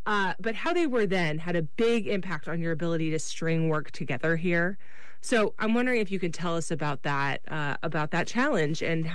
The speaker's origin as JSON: {"language": "English", "region": "California", "country": "United States", "said": "I'm from Northern California, so I can speak with some authority on that comparison, right?"}